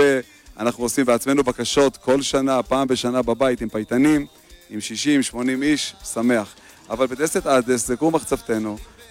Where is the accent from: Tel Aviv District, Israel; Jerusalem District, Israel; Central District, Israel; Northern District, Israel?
Jerusalem District, Israel; Jerusalem; אנחנו גדלנו פה, כמו שאמרתי, דור רביעי שבונה ירושלים